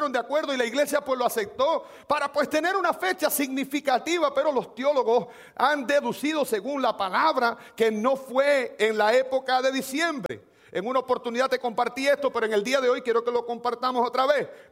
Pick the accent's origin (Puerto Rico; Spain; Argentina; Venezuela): Puerto Rico; así somos nosotros los puertorriqueños